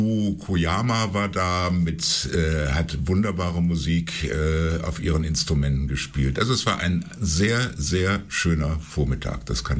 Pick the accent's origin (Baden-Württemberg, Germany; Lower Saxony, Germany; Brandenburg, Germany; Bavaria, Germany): Lower Saxony, Germany; Göttingen; moved away as an adult; Aber ich bin zwar in Göttingen geboren und aufgewachsen, war dann aber 40 Jahre weg und ich bin vor 10 Jahren nach Göttingen zurückgekehrt.